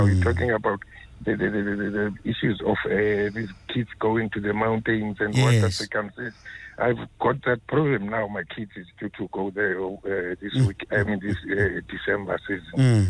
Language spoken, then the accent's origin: English; Eastern Cape, South Africa; now in Johannesburg, South Africa; I'm in Joburg. I'm staying in Eastern. I'm from the Eastern Cape.